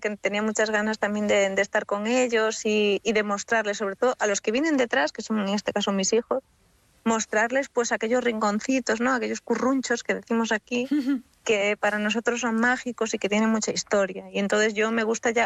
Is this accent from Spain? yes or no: yes; Galicia, Spain; mayor conexión tengo yo con mi tierra, que la tengo, y soy capaz de sentirla con más fuerza, tengo el poder para trasladarla al papel, ¿no? A darle forma con palabras y hacer que llegue a otras personas. Y también de esa manera ellos ya no solamente lo sienten o sienten la emoción, sino que se sienten en Galicia